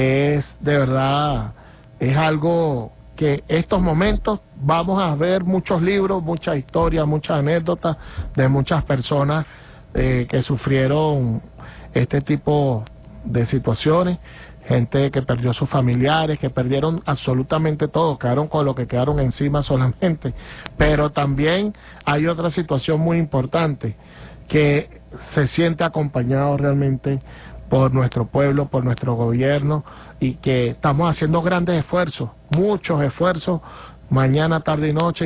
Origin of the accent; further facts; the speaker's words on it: Venezuela; es todo lo que somos los venezolanos, personas amorosas, solidarias